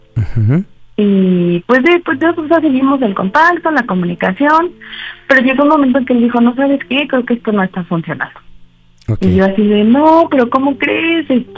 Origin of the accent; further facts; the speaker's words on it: Iztapalapa, Mexico City, Mexico; Tengo 29 años y soy de Iztapalapa.